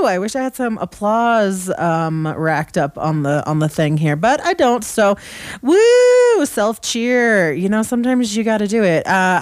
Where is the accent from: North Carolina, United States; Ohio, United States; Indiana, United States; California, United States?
California, United States; now in Grand County, Colorado, United States; I'm from Northern California